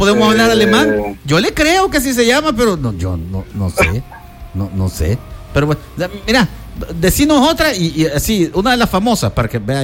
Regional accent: El Salvador; Somos salvadoreños

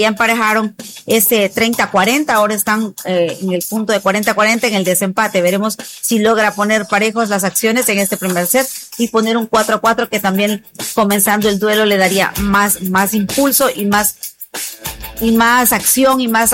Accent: El Salvador

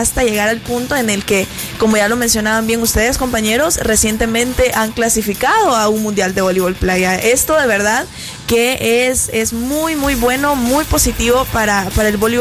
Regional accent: El Salvador; para nosotros como salvadoreños y como mujeres también

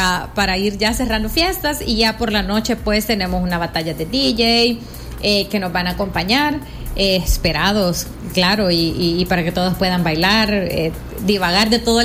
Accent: El Salvador; es la misma que nos permite ahora disfrutar como salvadoreños de muchísimos espacios en todo el país

